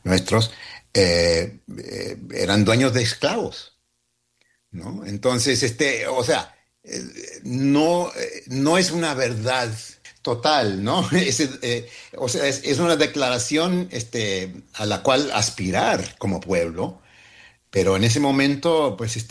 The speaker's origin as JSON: {"language": "Spanish", "country": "El Salvador", "said": "Yo soy salvadoreño mexicano."}